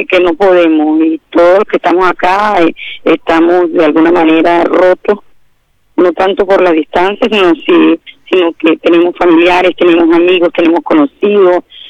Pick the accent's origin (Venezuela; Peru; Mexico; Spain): Venezuela; Guatire, Miranda; moved away as an adult; now in Bahía Blanca, Argentina; en el pueblo que nosotros somos de Guatire